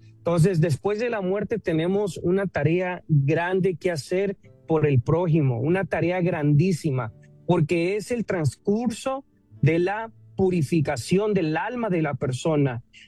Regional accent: Mexico; now in California, United States; yo, mi familia somos de México, ¿verdad? Yo radico aquí en el estado de California, pero en México, específicamente Michoacán

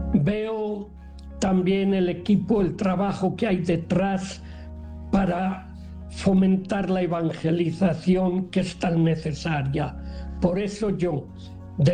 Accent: Valladolid, Castile and León, Spain; Soy de Valladolid, es en la parte centro-norte de España, en lo que antiguamente, bueno, ahora se llama, es el Reino de Castilla y León.

